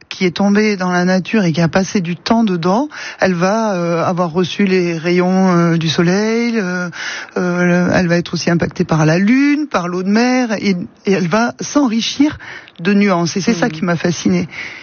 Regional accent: Carcassonne, Occitanie, France; moved away as an adult; also born or lived in Paris; Je viens de la région de Carcassonne. Je suis assez rapidement monté à Paris pour terminer mes études de designer textile. Je suis resté une vingtaine d'années à Paris avant de choisir la baie de Somme pour m'installer

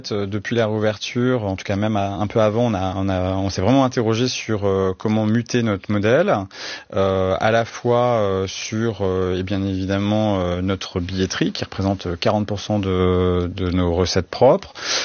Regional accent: Normandy, France; now in Lille, France; Moi je suis aussi venu à Lille pour ça, je suis pas lillois, je viens de Normandie

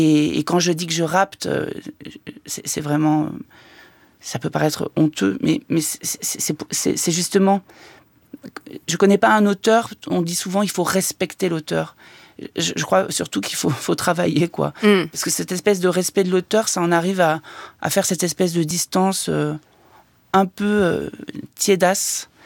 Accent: Nouvelle-Aquitaine, France; now in Paris, France; c'est mon arrivée à Paris, 20 ans. J'obtiens le Conservatoire national d'art dramatique. Je viens du Limousin.

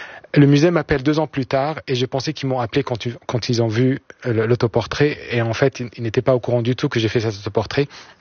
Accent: Egypt; moved away as an adult; je viens de l'Orient. C'est pour moi, c'est ma culture, c'est mon univers. J'ai grandi, j'ai vécu 30 ans en Égypte. Je suis parti à 24 ans maintenant.

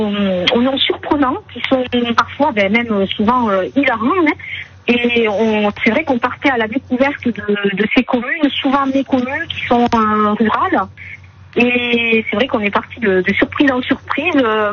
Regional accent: Toulouse, Occitanie, France; Oui, oui, vous savez que même par chez nous, à Toulouse, je l'ai déjà entendu.

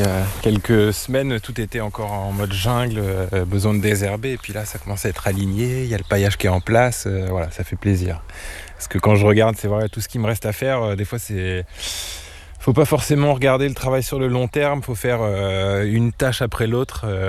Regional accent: Évreux, Normandy, France; moved away as an adult; Alors moi je suis né ici, hein, je suis né à Évreux, la préfecture de l'Eure. J'ai grandi, j'ai passé toute ma jeunesse ici. On est revenus tous les deux en 2024 et c'est là où on s'est installé sur cette parcelle.

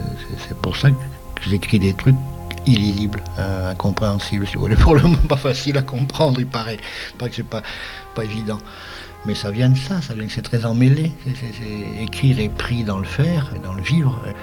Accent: Bergues, Hauts-de-France, France; born there; à Bergue, ma ville natale, c'est une ville de...

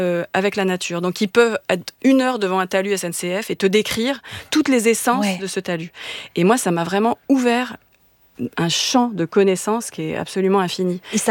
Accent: Paris, Île-de-France, France; je suis chorégraphe, je suis parisienne, j'accumule un peu les... les défauts.

